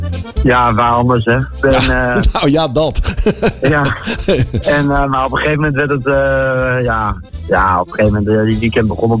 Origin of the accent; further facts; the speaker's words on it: Zwolle, Overijssel, Netherlands; also born or lived in Amsterdam; En dan terug naar Zwolle, waar ik vandaan kom.